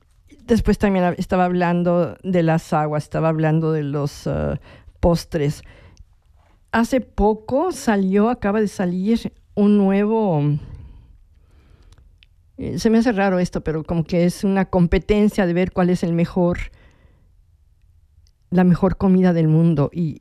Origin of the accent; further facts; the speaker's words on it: Veracruz, Mexico; de mi estado, de Veracruz.